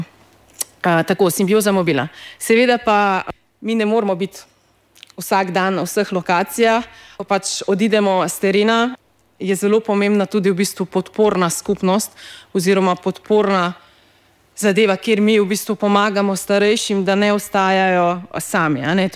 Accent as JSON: {"language": "Slovenian", "region": "Southeast Slovenia", "country": "Slovenia", "said": "sama prihajam iz Dolenjske, iz neke vasice, kjer v bistvu nimamo priložnosti do tega digitalnega opismenjevanja"}